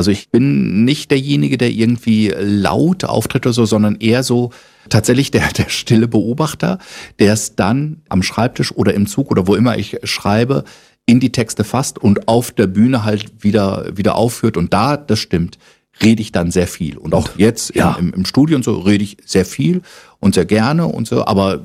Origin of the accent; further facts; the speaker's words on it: Lower Saxony, Germany; now in Berlin, Germany; ich als Niedersachse, der ja eigentlich ein fast perfektes Hochdeutsch spricht